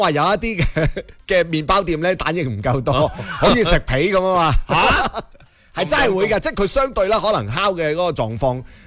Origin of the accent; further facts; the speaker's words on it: Panyu, Guangdong, China; 因为细佬我系番禺人啊嘛。